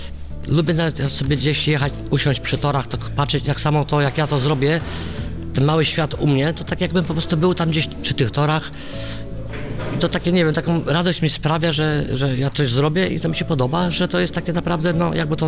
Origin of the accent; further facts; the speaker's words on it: Gdańsk, Pomeranian Voivodeship, Poland; born there; now in Dąbrówka, Poland; jeszcze w Gdańsku wtedy mieszkaliśmy